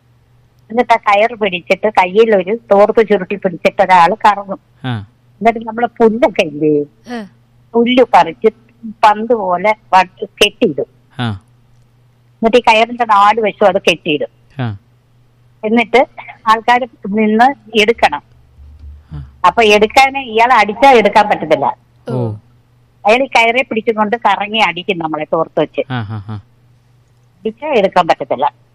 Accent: Kollam, Kerala, India; നമ്മുടെ കൊല്ലത്ത് കൊല്ലത്ത് എന്റെ കൊച്ചുനാടിലുള്ള കാര്യം പറയാ, ഭയങ്കര ആഘോഷമാണ്.

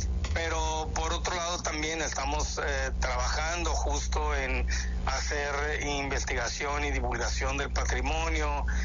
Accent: Nuevo Laredo, Tamaulipas, Mexico; yo soy originario de Nuevo Laredo

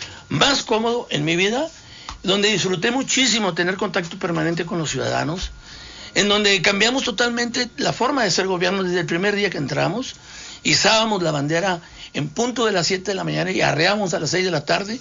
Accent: Matamoros, Tamaulipas, Mexico; Nací en una estación de radio, prácticamente, en año, yo nací en el 58, soy de Matamoros, Tamaulipas, allá tenemos una estación de radio, la XEEW, la voz del Bajo Bravo, en donde ahí pues crecí entre esos bulbos.

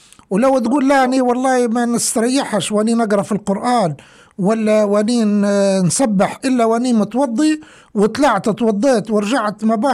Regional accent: Libya; accent: Libyan; والله واحد جايب سطل بغلي بلهجتنا الليبية يعني دلو من الاسمنت

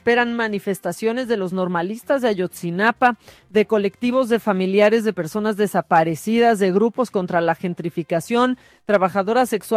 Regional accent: Mexico; Ahora en el 2026 en mi país.

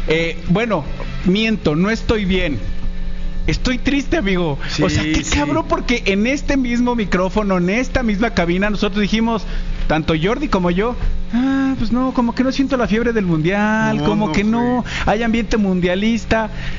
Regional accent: Mexico; para como mexicano, después de Haaland, creo que Bellingham fue el jugador que se ganó el corazón de hombres y mujeres en este país.

